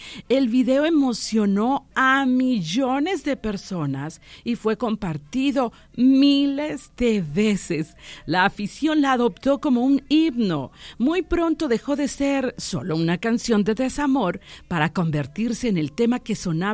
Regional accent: Mexico; para todos nosotros los mexicanos.

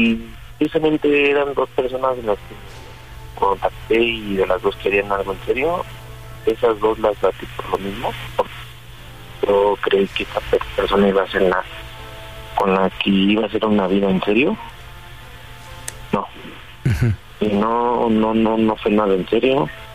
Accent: Mexico City, Mexico; 33, soy de la Ciudad de México, de la delegación Tlalpa.

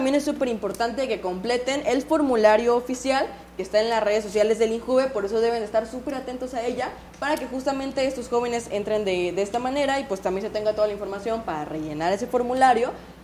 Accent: Nayarit, Mexico

